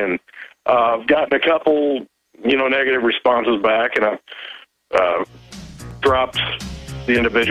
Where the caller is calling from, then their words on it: Illinois, United States; I'm trying to wage the info war here in West Central Illinois.